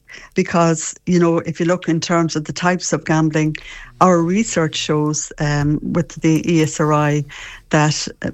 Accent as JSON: {"language": "English", "region": "Connacht", "country": "Ireland", "tie": "born or raised there", "said": "I'm from just outside Turin, a little village called Shamwala. So it's such a pleasure to be on this morning."}